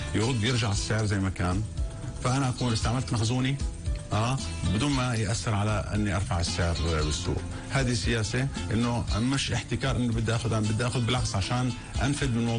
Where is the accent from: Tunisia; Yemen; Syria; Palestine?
Palestine; Nablus, West Bank; واحنا نفتخر انه في عندنا بنابلس مصنع الزيوت النباتيه،